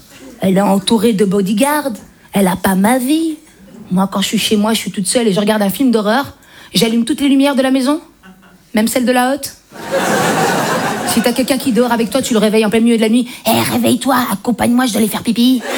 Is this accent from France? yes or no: no; Belgium; Voilà, je viens de Belgique, je suis d'origine maghrébine